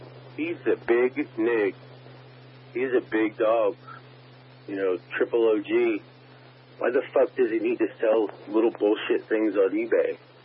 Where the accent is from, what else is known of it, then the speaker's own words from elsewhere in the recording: New Jersey, United States; I'm back, you know, I'm from Jersey.